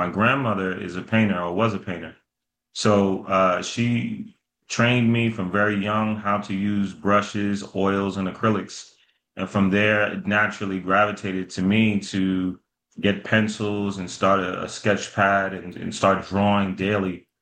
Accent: New York City, New York, United States; I grew up in the Bronx, New York.

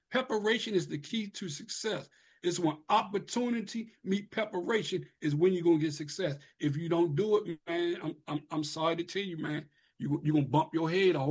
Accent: Washington, District of Columbia, United States; I grew up in Eastgate on Benner Road, you know, 5017 Drake Place.

